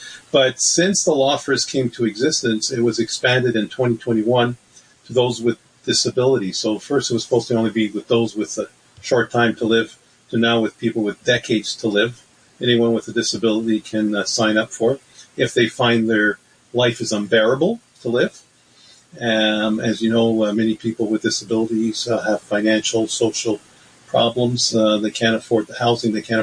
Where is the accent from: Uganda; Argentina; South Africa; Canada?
Canada; also born or lived in United States; I'm a dual national. I'm a Canadian as well as a U.S. citizen.